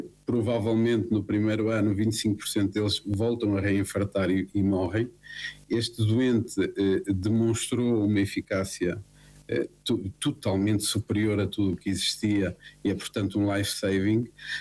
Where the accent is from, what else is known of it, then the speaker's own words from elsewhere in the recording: Portugal; e eu como português, acho que devo acrescentar valor àquilo que é a indústria nacional de produção de medicamentos